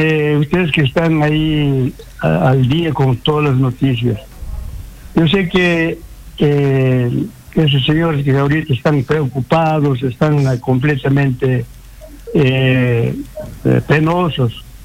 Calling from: Monzón, Huánuco, Peru; Estoy llamando desde Monzón, distrito de Monzón, Guamalí, Hispano.

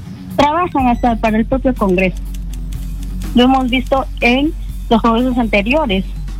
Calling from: Lima, Peru; Buenas noches … de Canto Grande.

